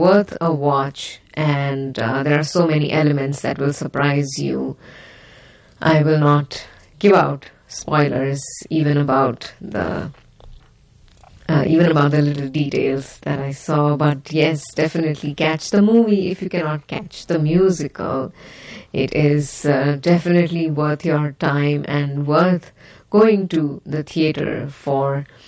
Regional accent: India; You can imagine, I come from India, from the Bollywood side of things

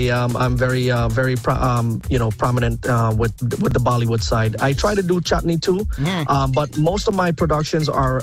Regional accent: Guyana; I'm Guyanese.

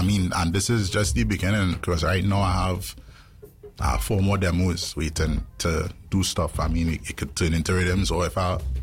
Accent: Tobago, Trinidad & Tobago; We grew up together in Tobago, right?

